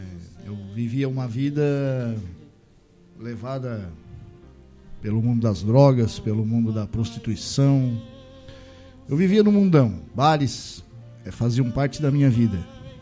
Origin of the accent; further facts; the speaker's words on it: Araranguá, Santa Catarina, Brazil; also born or lived in Tubarão; eu me afastei da cidade de onde eu nasci, me criei, aqui em Araranguá, e fui para a cidade de Tubarão, onde eu me batizei nas águas na congregação cristã do Brasil, a Igreja do Véu.